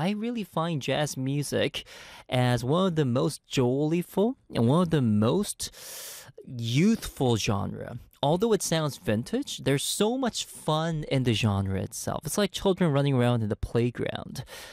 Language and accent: English; Montreal, Quebec, Canada; moved away; I was raised in Montreal, Canada